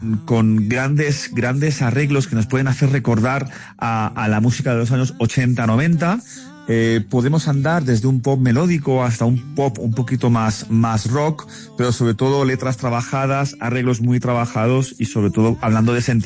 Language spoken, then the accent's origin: Spanish; Alicante, Valencian Community, Spain; En España, donde conseguí empezar a tener un poquito de resonancia, ¿no? En lo que era en mi ciudad natal, en Alicante.